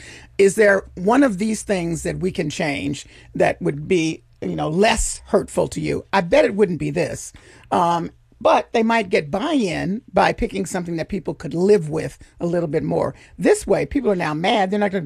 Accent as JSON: {"language": "English", "town": "Memphis", "region": "Tennessee", "country": "United States", "said": "I don't care where it is. I'm from Memphis."}